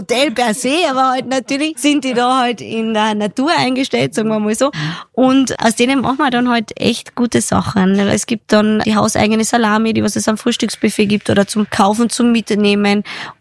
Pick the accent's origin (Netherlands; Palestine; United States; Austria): Austria; Carinthia; Was natürlich bei uns in Kärnten nicht fehlen darf, sind die Kärntner Kassnudeln.